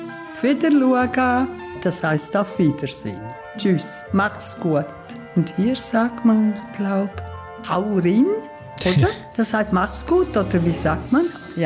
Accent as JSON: {"language": "German", "country": "Liechtenstein", "lives_now": "Möser, Germany"}